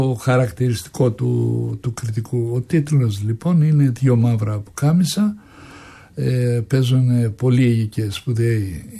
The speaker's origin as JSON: {"language": "Greek", "town": "Anogia", "region": "Crete", "country": "Greece", "tie": "born or raised there", "moved": "yes", "said": "να παίξω στο χωριό μου"}